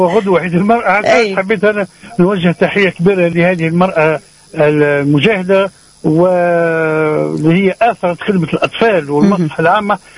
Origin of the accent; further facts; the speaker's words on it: Tunisia; تجارب تنموية ناجحة في بلادنا